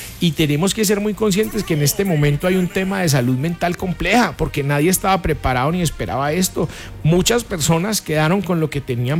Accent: Pereira, Risaralda, Colombia; nosotros que somos de acá de Pereira

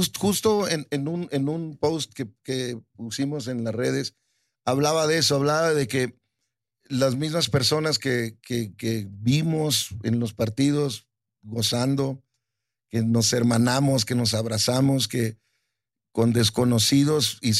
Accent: Zacatecas, Mexico; Pero me crié en Zacatecas desde que tengo uso de razón. Mi cultura pues es mexicana 100%.

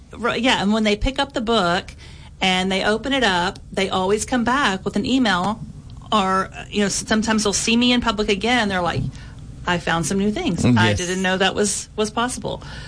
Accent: Shreveport, Louisiana, United States; moved away; it's my hometown. I love my hometown. I miss my hometown.

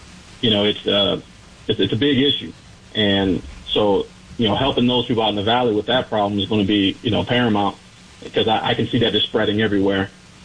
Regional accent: Compton, California, United States; also born or lived in Long Beach / Lynwood; Well, originally I'm from Compton, California. Grew up there in Long Beach, Linwood area. When I was 17, I joined the Corps, you know, went off to the military.

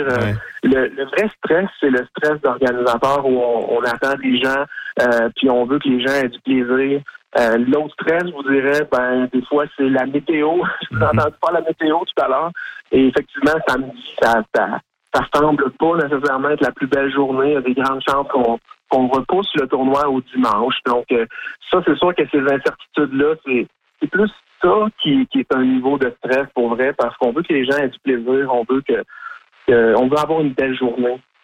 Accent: Bécancour, Quebec, Canada; Donc, je viens de Saint-Grégoire, dans la ville de Bécancour.

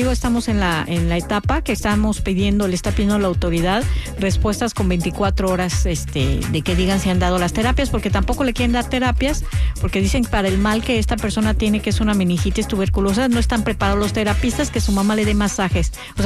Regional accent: Mexico; Entonces yo creo que como mexicanos pues también tenemos que decir, tenemos derecho a esta salud

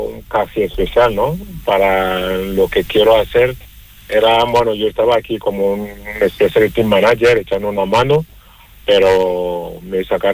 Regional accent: Málaga, Andalusia, Spain; Y dije, como malagueño y malaguista, sería un sueño volver a primera

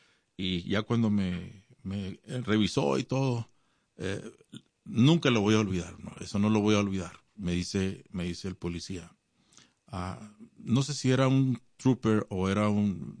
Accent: Ciudad Juárez, Chihuahua, Mexico; Sí, cuando yo nací, cuando yo crecí en la frontera en Ciudad Juárez, yo cruzaba y algunas veces se me olvidaba el cruce.

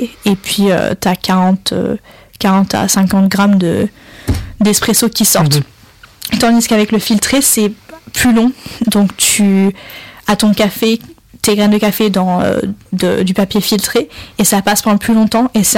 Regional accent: Lyon, Auvergne-Rhône-Alpes, France; born there; ma famille, elle est chocolatine. Elle est de Toulouse et de la Corse, donc c'est très chocolatine. Mais je suis née à Lyon et j'habitais là-bas, donc là, c'était pain au chocolat.

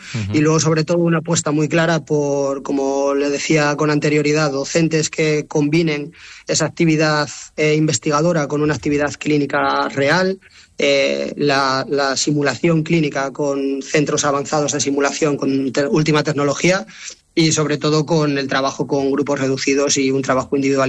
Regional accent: Asturias, Spain; moved away as an adult; also born or lived in United States / Dominican Republic / Madrid; para mí es un sueño volver a Asturias

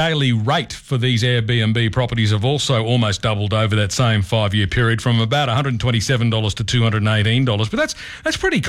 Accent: Queensland, Australia; moved away; I grew up in Queensland, they had Q number plates up there

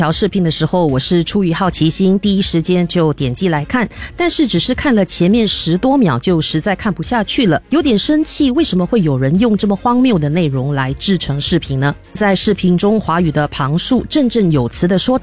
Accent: Singapore; 我们作为新加坡人

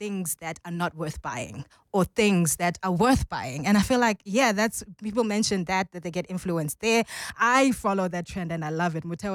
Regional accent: Mthatha, Eastern Cape, South Africa; I'm from Umtata

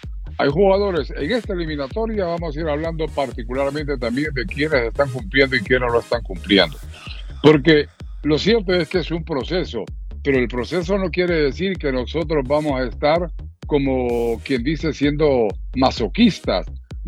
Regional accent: Honduras

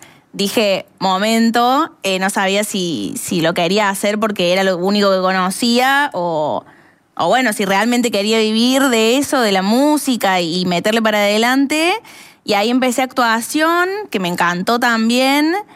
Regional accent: Córdoba, Argentina; now in Buenos Aires, Argentina; Sí, un poco sí, cuando estoy con mis amigos cordobeses, más todavía, y a veces como que de la nada se neutraliza un poco más, más porteño.

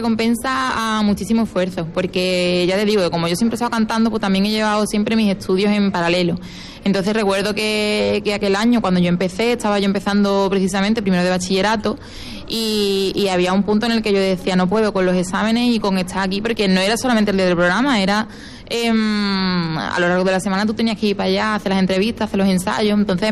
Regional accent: Cartaya, Andalusia, Spain

